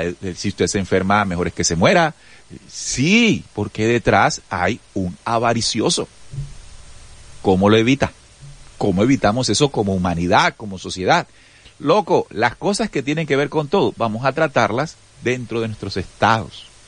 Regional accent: Colombia; como ciudadanos colombianos y como humanos

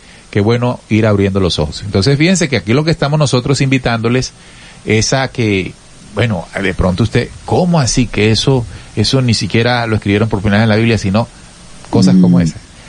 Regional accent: Venezuela; Yo estuve allá hace tiempo en Guadalajara, entre otros estados. Yo soy de Venezuela.

